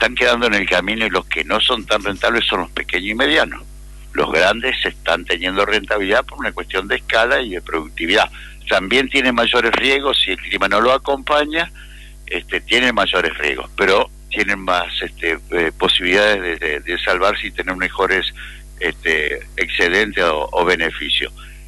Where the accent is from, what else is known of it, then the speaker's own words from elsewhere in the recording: Argentina; somos los argentinos